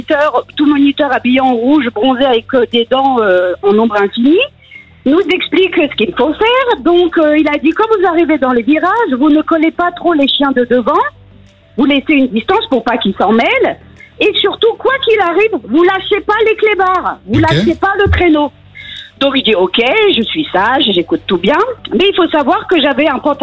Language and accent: French; Vigneux-sur-Seine, Île-de-France, France; Je suis du 91 de Vigneux-sur-Seine.